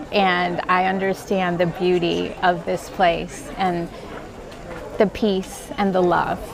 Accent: Chicago, Illinois, United States; from Chicago, Illinois.

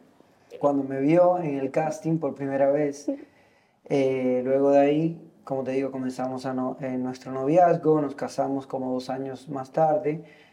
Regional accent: Cuba; born there; moved away; Pero luego que ya vine a este país, nací en Cuba, vine a este país, como que todo eso se fue perdiendo, ¿no?

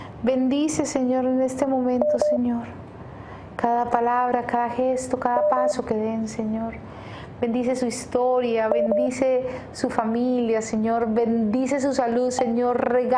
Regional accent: Cali, Valle del Cauca, Colombia; Yo soy caleña también

